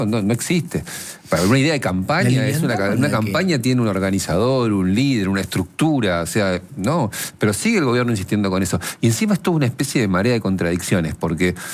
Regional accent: Argentina

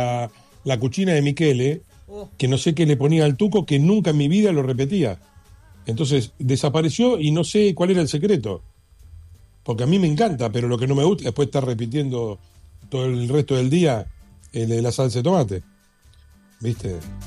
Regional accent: Buenos Aires, Argentina; Y yo, como buen porteño

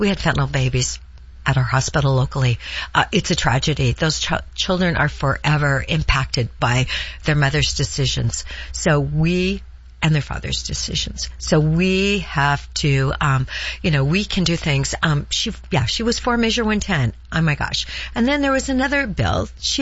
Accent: Heppner, Oregon, United States; But, okay, I grew up when we actually had 300 more lumber mills in the state. I was from Hempner. We had the Kinzu Mill.

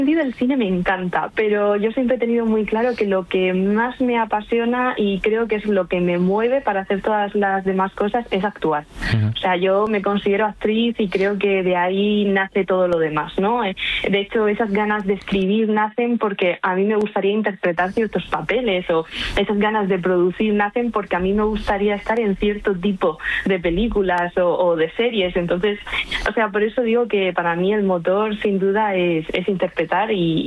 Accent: Region of Murcia, Spain; moved away as an adult; also born or lived in Madrid; mi productora es murciana, mi familia la tengo toda en Murcia. En Madrid, pues sigo teniendo un piso

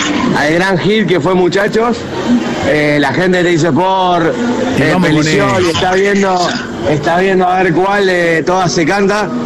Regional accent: Argentina; Vos sabés cómo somos argentinos.

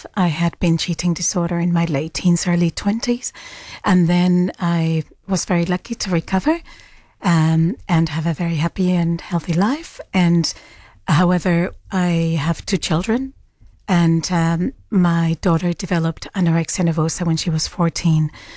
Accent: Buenos Aires, Argentina; English is a second language; moved away as an adult; I was born and grew up in Argentina, Buenos Aires, and I left when I was 21 years old to go backpacking in Europe, and then I kind of never quite went back.

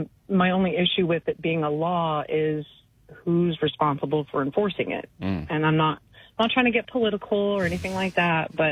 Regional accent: Bement, Illinois, United States; I'm from Bement, originally.

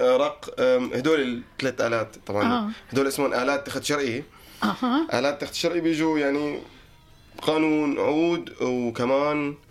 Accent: Syria; also born or lived in Lebanon; now in Hamburg, Germany; أنا طلعت من لبنان طلعت بفيزا دراسة شوي مدلل أكثر من الناس السوريين البقية

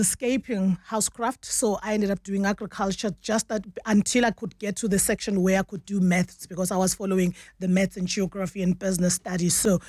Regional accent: Malelane, Mpumalanga, South Africa; I come from the Lowveld, which is a small town called Malelan after Nelspruit on Mbombela.

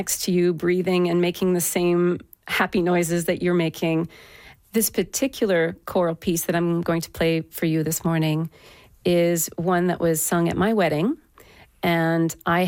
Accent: New Brunswick, Canada; as a young girl in New Brunswick. I grew up in Acadia, in the sort of French communities on the East Coast.

